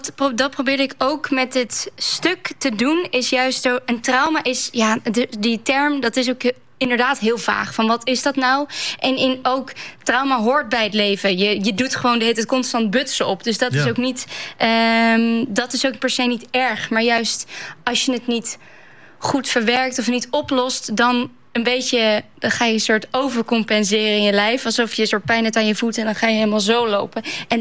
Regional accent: Sneek, Friesland, Netherlands; accent: Snitsers (Sneek town Frisian); first language Frisian (Sneek town dialect); Dutch is a second language; ik ben hier in Friesland. En ik opgroeit met de Friese taal. Maar mijn huid is Snitsers. Dus dat is dan net weer de Friese taal, maar een Friese dialect of het Friese, stadsfries.

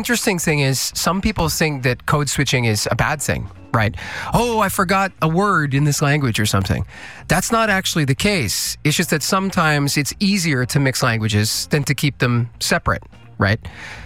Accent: Canada; Dutch is a second language; Ja, ik kom uit Canada, ja.

